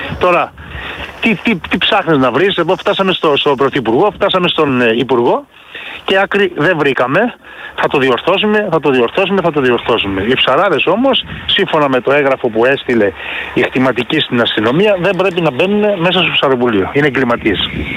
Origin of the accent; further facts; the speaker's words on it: Greece; θα είμαστε Έλληνες